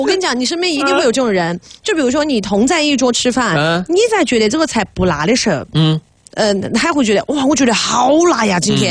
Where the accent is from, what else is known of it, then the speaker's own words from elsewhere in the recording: Sichuan, China; 对于我们四川人来讲